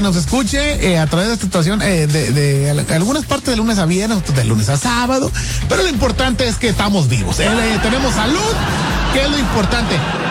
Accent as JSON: {"language": "Spanish", "town": "Estación Capoma", "region": "Sinaloa", "country": "Mexico", "said": "Fíjate, yo me acuerdo cuando estaba morro que. Allá para donde soy yo, de Sinaloa, de Estación Capoma, Guasave, Sinaloa, México."}